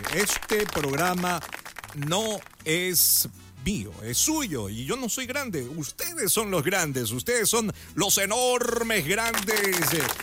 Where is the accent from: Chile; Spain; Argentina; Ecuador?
Ecuador; moved away; soy ecuatoriano, y como ecuatoriano me siento identificado con mi música.